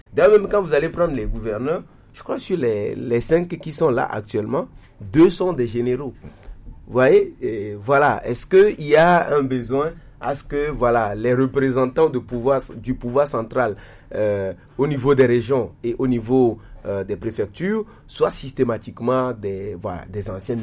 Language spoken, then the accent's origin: French; Togo; en tant que Togolais